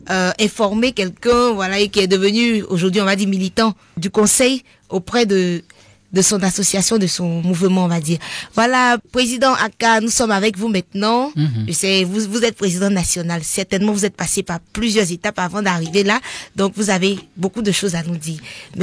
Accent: Côte d’Ivoire; Comme on le dit un peu chez nous en Côte d'Ivoire

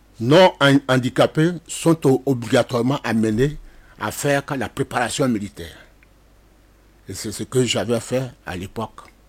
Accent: Côte d’Ivoire; born there; also born or lived in Bouaké

